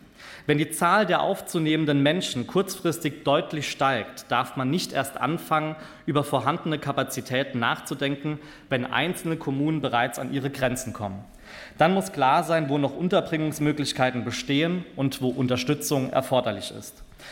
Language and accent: German; Saarbrücken, Saarland, Germany; Ich denke dabei auch an meine Heimatstadt Saarbrücken.